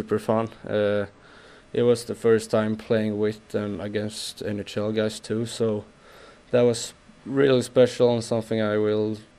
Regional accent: Västra Götaland, Sweden; My hometown is pretty close to Gothenburg.

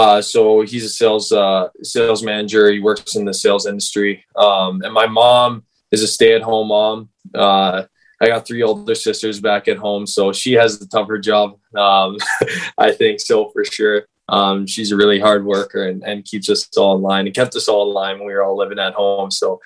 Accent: King City, Ontario, Canada; I'm from King City. We have a small local rink just by my house

